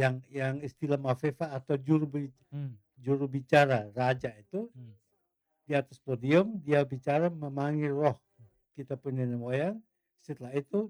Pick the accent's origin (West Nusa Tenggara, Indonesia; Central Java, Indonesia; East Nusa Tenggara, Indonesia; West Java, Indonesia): East Nusa Tenggara, Indonesia